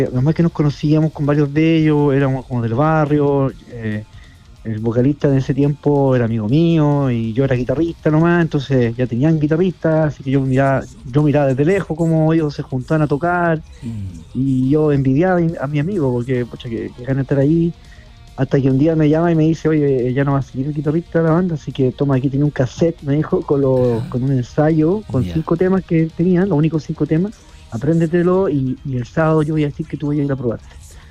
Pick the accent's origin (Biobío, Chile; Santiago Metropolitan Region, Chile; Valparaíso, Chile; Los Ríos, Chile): Santiago Metropolitan Region, Chile; Santiago; Somos de la Florida, acá en Santiago, y en un barrio ahí bien popular